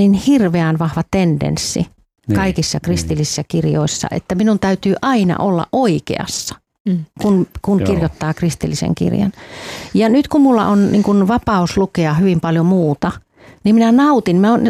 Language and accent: Finnish; Helsinki, Uusimaa, Finland